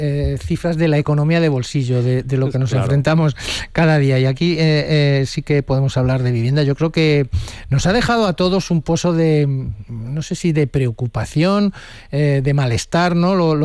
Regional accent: Spain; pero sí que como ciudadanos, como españoles, creo yo que a todos nos preocupa lo que está pasando con la vivienda.

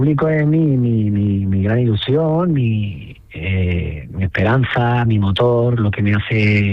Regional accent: Castilla-La Mancha, Spain; para mí es un honor estar aquí en mi tierra, que es la que me dio nacer, y en la que sigo viviendo y en la que es mi casa

